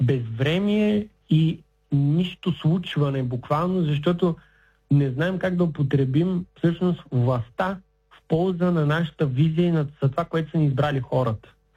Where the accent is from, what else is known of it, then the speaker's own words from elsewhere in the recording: Varna, Varna Province, Bulgaria; аз самия съм от Варна